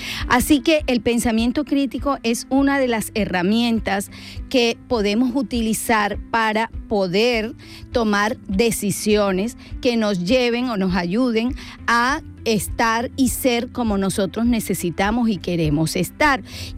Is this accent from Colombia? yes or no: yes; Colombia; especialmente para nosotros los colombianos. Yo soy colombiana